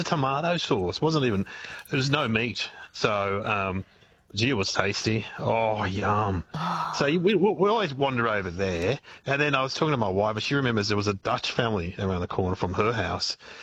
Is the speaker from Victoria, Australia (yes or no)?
yes; Mitcham, Victoria, Australia; Well, I grew up in Mitcham, and you'd think Mitcham would be pretty white Anglo